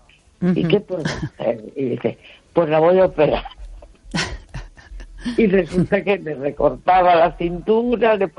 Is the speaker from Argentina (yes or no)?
no; A Coruña, Galicia, Spain